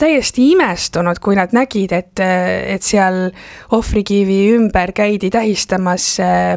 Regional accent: Tartu, Tartu County, Estonia; ma olen küll Tartust pärit, Toomemäel olen ma palju käinud ülikooli ajal

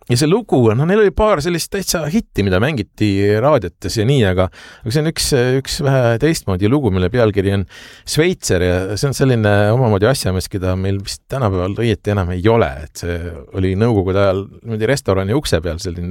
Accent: Tallinn, Harju County, Estonia; mina on see sama kooli kasvandik

